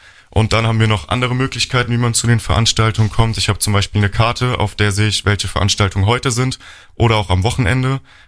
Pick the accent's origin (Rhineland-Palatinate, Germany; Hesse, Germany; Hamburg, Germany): Rhineland-Palatinate, Germany; Sprendling; Jetzt ich aus Sprendling.